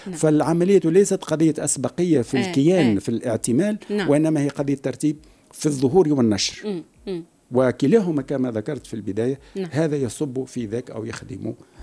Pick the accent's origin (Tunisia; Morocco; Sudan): Tunisia; أنا كمواطن تونسي